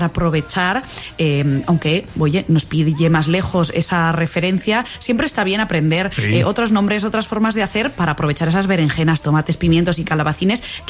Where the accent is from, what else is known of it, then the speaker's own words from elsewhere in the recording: Aragon, Spain; como buena aragonesa, yo en mi casa lo que hago es fritada